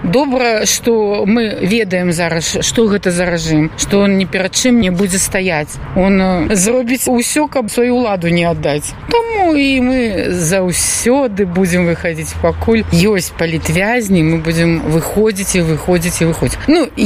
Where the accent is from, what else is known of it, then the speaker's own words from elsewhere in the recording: Belarus; Мы белорусы, тут нас больше.